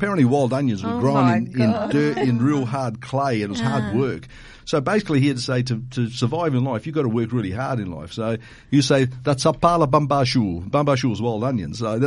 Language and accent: English; Port Pirie, South Australia, Australia; But the Mofetese, growing up in Port Pirie, we Australianised a lot of words.